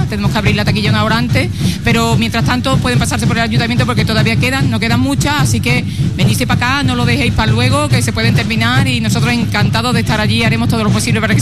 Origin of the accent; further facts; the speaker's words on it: Spain; moved away; Yo soy de Alaní, yo me siento